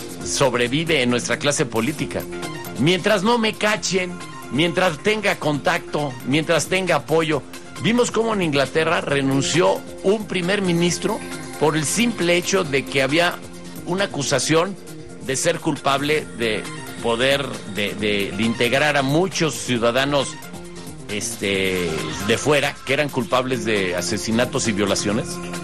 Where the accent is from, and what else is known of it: Mexico